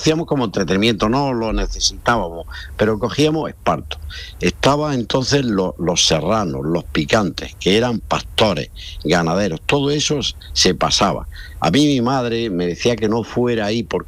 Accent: Los Gallardos, Andalusia, Spain; Totalmente de allí, de Los Gallardos, mi pueblo

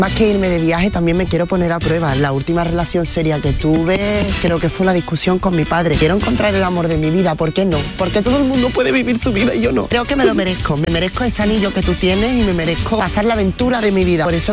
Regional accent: Rota, Andalusia, Spain; born there; yo podría haber nacido perfectamente de un huevo de pato del Guadalquivir, pero no, nací en Rota, Cádiz. Aunque a mí me encanta Sevilla, soy mi armita de corazón.

